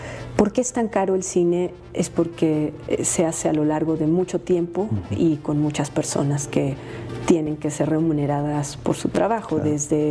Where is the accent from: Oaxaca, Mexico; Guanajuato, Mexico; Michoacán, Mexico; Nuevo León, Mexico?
Guanajuato, Mexico; nací en Guanajuato, pero crecí en la parte urbana, no crecí en la zona rural